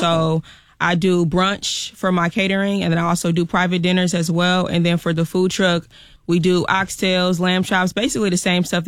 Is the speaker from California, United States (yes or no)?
no; Milwaukee, Wisconsin, United States; I'm from Milwaukee, Wisconsin.